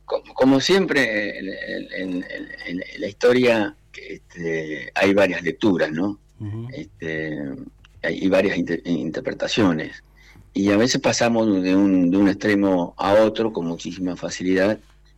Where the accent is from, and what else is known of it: Patagonia, Argentina